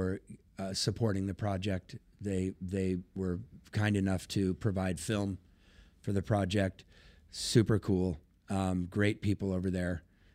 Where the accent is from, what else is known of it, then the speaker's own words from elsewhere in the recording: California, United States; moved away; I mean, we're from California.